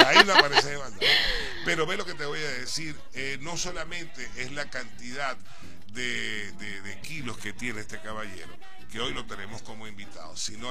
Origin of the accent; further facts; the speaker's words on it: Maracaibo, Zulia, Venezuela; born there; yo nací en Maracaibo.